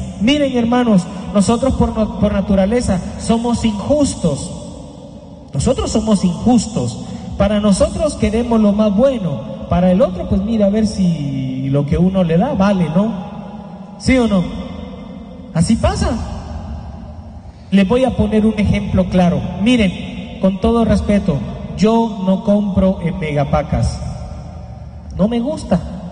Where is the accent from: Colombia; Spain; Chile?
Colombia; Por eso para nosotros que somos colombianos, siempre compramos las cosas nuevecitas.